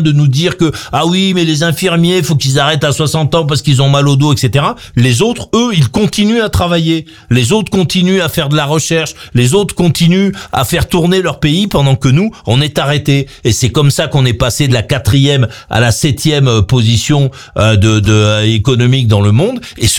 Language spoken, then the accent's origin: French; France